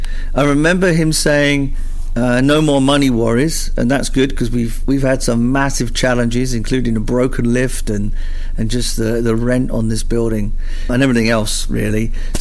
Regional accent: United Kingdom; particularly as British Christians, because of our natural culture

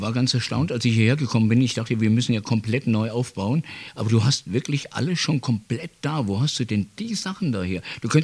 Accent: Bavaria, Germany; ich komme aus der Nähe von Bayreuth

